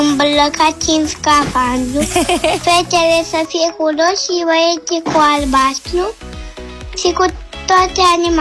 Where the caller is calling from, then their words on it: Bacău, Bacău County, Romania; din Bacău